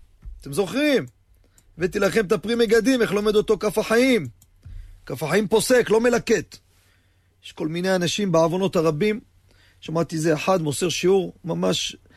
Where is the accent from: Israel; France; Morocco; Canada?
Morocco; אנחנו מרוקאים